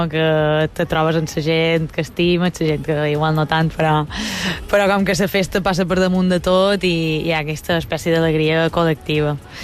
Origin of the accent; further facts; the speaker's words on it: Lloret de Vistalegre, Balearic Islands, Spain; moved away; les festes de Sant Domingo, que són les festes de Lloret, del meu poble